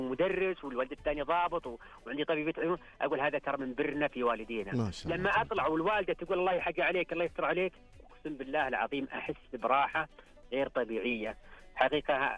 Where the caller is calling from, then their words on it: Saudi Arabia; الأشياء هذه اللي تمس حياتنا كسعوديين